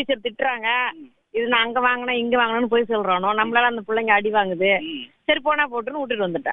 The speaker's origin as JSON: {"language": "Tamil", "town": "Devamangalam", "region": "Tamil Nadu", "country": "India", "tie": "born or raised there", "said": "Devamangalam."}